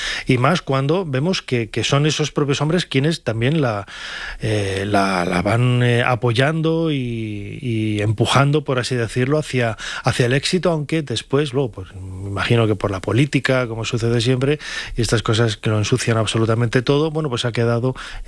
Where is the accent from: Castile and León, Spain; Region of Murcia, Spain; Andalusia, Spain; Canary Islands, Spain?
Castile and León, Spain; León; born there; now in Madrid, Spain; yo que nací en León, si Madrid tiene algo, ¿no?